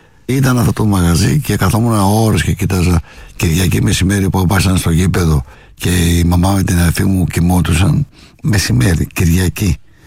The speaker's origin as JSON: {"language": "Greek", "town": "Hymettus", "region": "Attica", "country": "Greece", "tie": "born there", "said": "Στον Ημιτό."}